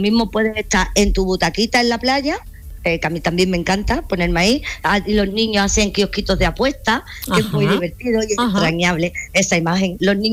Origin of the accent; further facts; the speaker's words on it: Seville, Andalusia, Spain; bueno, perdona, yo soy de Sevilla.